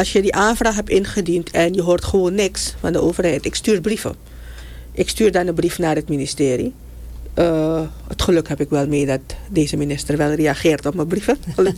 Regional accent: Suriname; Ik had ook altijd zoiets van, weet je, ik ben een Surinaamse burger. Ik heb in Suriname gestudeerd.

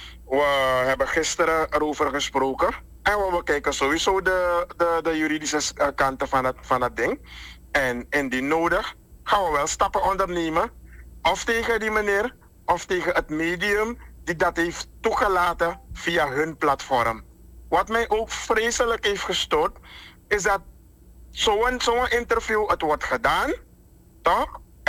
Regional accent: Suriname; we zijn Surinamers.

